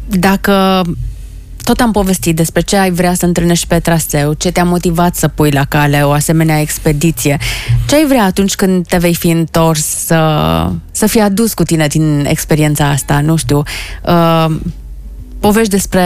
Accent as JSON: {"language": "Romanian", "region": "Banat", "country": "Romania", "said": "zona din Banat pe care mulți dintre noi n-am vizitat-o sau n-am vizitat-o suficient, deși suntem de aici și suntem bănățeni."}